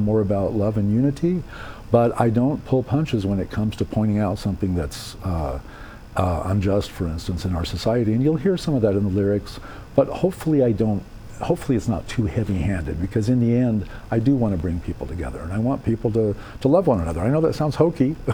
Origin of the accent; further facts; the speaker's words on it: El Paso, Texas, United States; I'm from El Paso, right down the road, right originally.